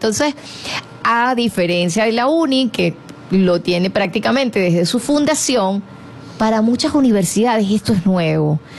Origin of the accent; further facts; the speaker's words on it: Ciudad Bolívar, Bolívar, Venezuela; born there; now in Barquisimeto, Venezuela; yo soy del estado Bolívar, nací en Ciudad Bolívar